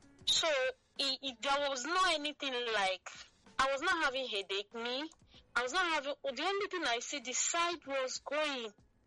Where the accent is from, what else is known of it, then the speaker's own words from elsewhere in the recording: Lagos, Nigeria; and I'm from Imo State. I'm the fourth child, and I was born and brought up in Lagos.